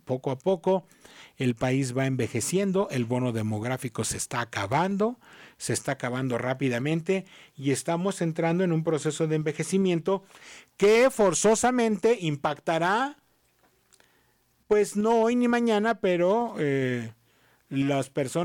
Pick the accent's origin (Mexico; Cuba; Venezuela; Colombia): Mexico